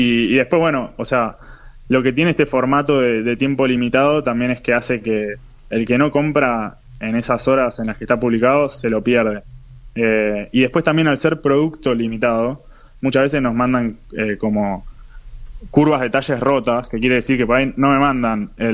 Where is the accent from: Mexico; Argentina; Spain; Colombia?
Argentina; Buenos Aires; somos de Buenos Aires.